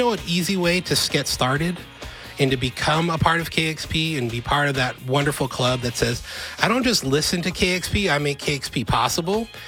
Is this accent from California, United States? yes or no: yes; the Bay Area, California, United States; moved away as an adult; now in Seattle, United States; I've been all around this country. I grew up in the Bay Area. The first time I moved to Seattle